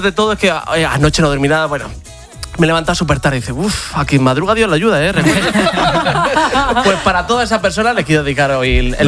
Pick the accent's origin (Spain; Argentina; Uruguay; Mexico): Spain; Ávila, Castile and León; Yo voy a tirar por mi tierra, por Ávila